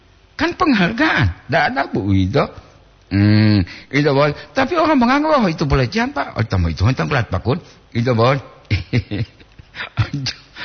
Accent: Gorontalo, Indonesia; saya asli Gorontalo, asli lo, jo, nah itu gagah, asli Gorontalo

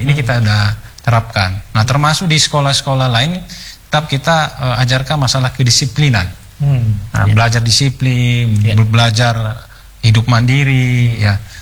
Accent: Toraja, South Sulawesi, Indonesia; moved away as an adult; Bukan dari kampung, tapi saya berasal dari desa, dari Toraja

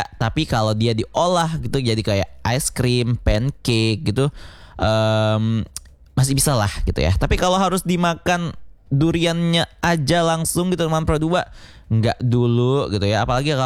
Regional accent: West Nusa Tenggara, Indonesia; karena daerahku di Kabupaten Lombok Utara, tepatnya di daerah Selelosan

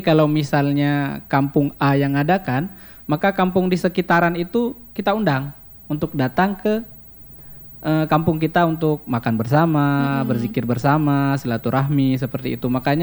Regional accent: Pidie Jaya, Aceh, Indonesia; now in Samarinda, Indonesia; kalau daerah saya itu daerah Pidijaya namanya. Di Pidijaya itu kami itu di karena dekat pesisir

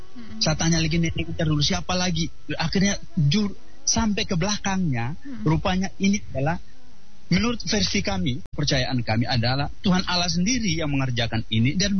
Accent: Wulogai, East Nusa Tenggara, Indonesia; identitas kami sebagai masyarakat, masyarakat adat dan budaya suku Lio teristimewa kami orang Wulogai.

